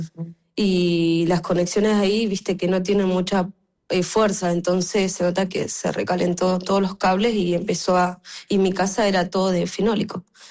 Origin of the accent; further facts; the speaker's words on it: Corrientes, Argentina; now in Trelew, Argentina; Soy de Corrientes, pero vivo hace muchos años acá.